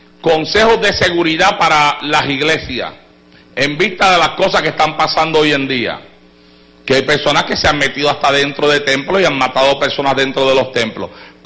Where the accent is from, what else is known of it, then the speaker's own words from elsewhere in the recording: Puerto Rico; moved away; cuando pastoreábamos en Puerto Rico, teníamos un culto de oración en nuestra iglesia allá en Puerto Rico